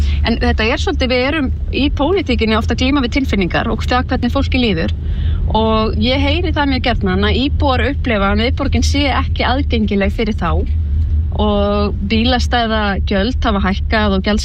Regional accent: Reykjavík, Capital Region, Iceland

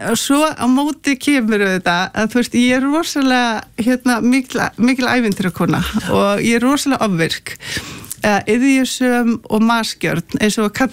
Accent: Reykjavík, Capital Region, Iceland; Sko, ég er náttúrulega áttavilltasta kona í heimi. Ég er alinn upp í Reykjavík, en ég kerði með fullan bílan unnum upp Laugaveginn.

